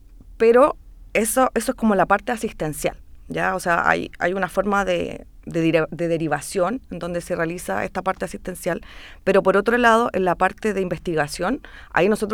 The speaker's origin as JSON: {"language": "Spanish", "town": "Santiago", "region": "Santiago Metropolitan Region", "country": "Chile", "said": "del sector de donde yo vengo, La Florida, Puente Alto, San Joaquín."}